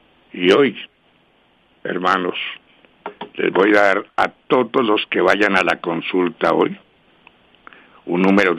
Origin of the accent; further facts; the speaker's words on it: Caribbean Region, Colombia; Soy el costeño número 500, para que no vaya a nombrarme, que es un poquito delicado mi nombre.